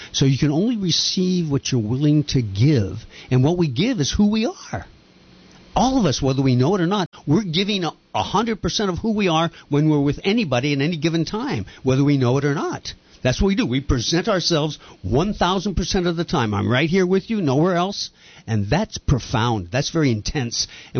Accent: the South, United States; also born or lived in Texas / Florida; I grew up in the South.

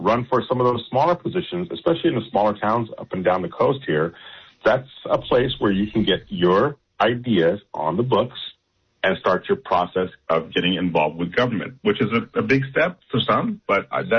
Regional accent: Turlock, California, United States; I grew up in Turlock. We used to go cruising on McHenry.

